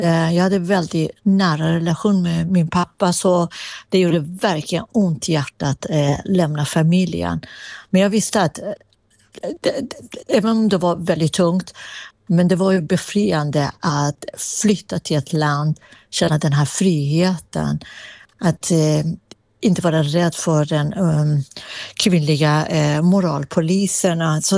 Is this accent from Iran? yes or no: yes; Iran; Swedish is a second language; moved away as an adult; now in Stockholm, Sweden; det var november 1986. Jag flyttade från Iran till Sverige. Jag hade precis fyllt 20.